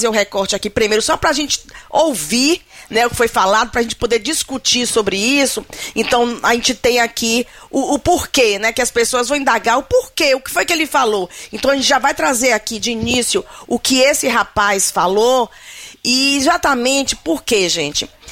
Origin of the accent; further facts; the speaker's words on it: Northeast Region, Brazil; moved away; nós que somos nordestinos.